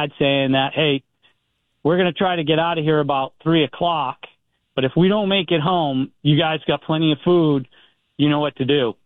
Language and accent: English; Lincoln, Rhode Island, United States; I grew up in Lincoln, and so I was 15 when that storm hit.